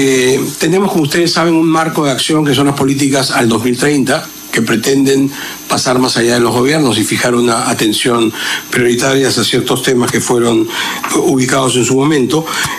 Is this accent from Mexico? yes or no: no; Peru; de reconocernos todos dentro de nuestras diferencias como peruanos.